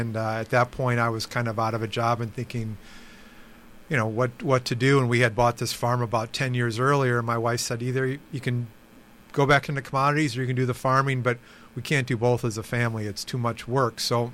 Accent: Kenosha, Wisconsin, United States; also born or lived in Chicago; I grew up in Kenosha, pretty close to the radio station here, and then started a career in Chicago at the commodity exchanges and worked down there for probably over 30 years.

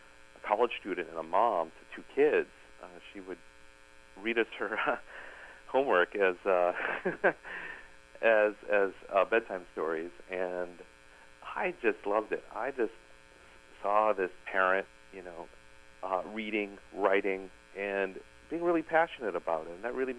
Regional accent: Hastings, Minnesota, United States; also born or lived in Waconia / Jonathan / Owatonna; I was born in Waconia, Minnesota. Didn't spend much time there, but my family moved around through southeastern Minnesota. I lived in a community called Jonathan, which is now part of Chaska, and then Owatonna, and then finally Hastings.

